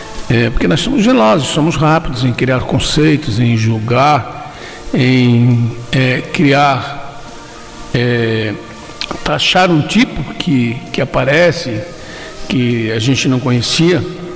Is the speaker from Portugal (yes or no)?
no; Brazil; eu sou brasileiro desde pequenininho, né?